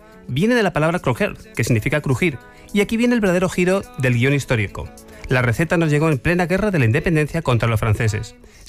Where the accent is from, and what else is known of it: Spain